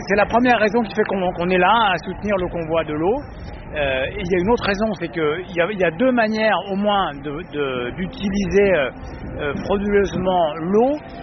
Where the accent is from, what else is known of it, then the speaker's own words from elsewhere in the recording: Auvergne-Rhône-Alpes, France; parce que je viens de Savoie. Et en Savoie, on a des méga-bassines depuis déjà longtemps